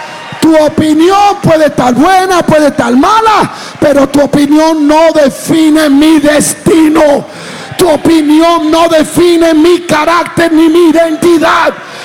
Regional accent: Dominican Republic; Yo soy dominicano.

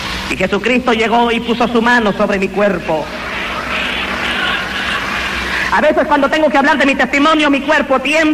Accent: Honduras; also born or lived in Venezuela / Guatemala; now in Costa Rica; nacido en Venezuela el 9 de noviembre de 1955. Tengo 29 años de edad. Me crié en Honduras, me gradué de médico en la Universidad de Guatemala

